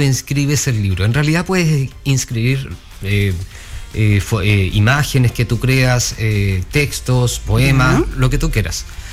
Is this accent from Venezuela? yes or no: no; Santiago, Santiago Metropolitan Region, Chile; born there; now in Los Ángeles, Chile; Nací en Santiago.